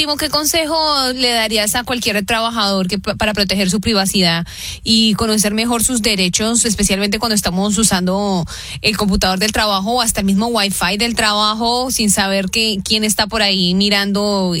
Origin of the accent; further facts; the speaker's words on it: United States; diferente a personas como yo, que por ejemplo crecimos en los Estados Unidos